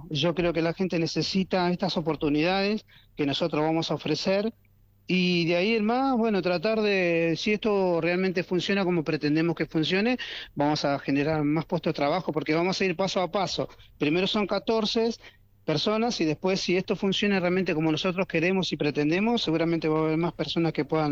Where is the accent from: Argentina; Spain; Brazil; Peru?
Argentina; Porque creo en mi Argentina, Marcelo, porque soy argentino, porque me emociona ver a mi bandera